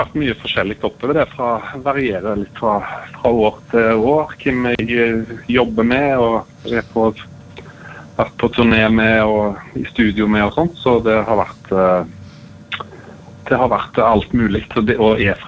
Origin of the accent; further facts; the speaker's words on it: Skudeneshavn, Rogaland, Norway; moved away as an adult; also born or lived in Sveio / Kristiansand; now in Oslo, Norway; jeg jo født og oppvokst i Skudenes, og så har vi hatt hele slekten min jo fra Auklandshavn i Sveio, så vi har hatt hus der ute parallelt, kan du si, at vi har brukt så hytta i hele oppveksten min